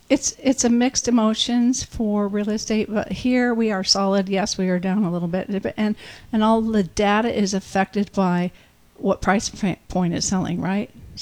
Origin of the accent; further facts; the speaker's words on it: Santa Barbara, California, United States; now in Santa Ynez Valley, United States; I'm from Santa Barbara, but I lived in Santa Barbara how many years? 38 years, and now we've been here 18.